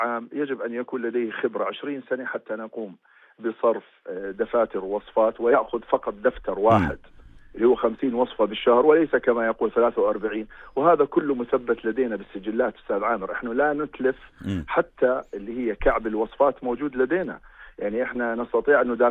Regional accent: Jordan; عندنا بالاردن

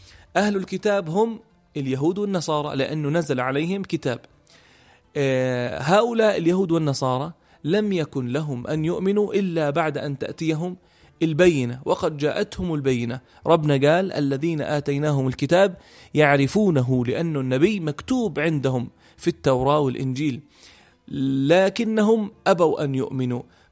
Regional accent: Jordan; إحنا اليوم بالأردن

